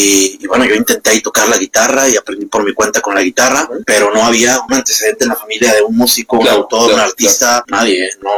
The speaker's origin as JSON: {"language": "Spanish", "town": "Rioverde", "region": "San Luis Potosí", "country": "Mexico", "tie": "born or raised there", "said": "Yo soy originario de Río Verde, nací aquí en Río Verde."}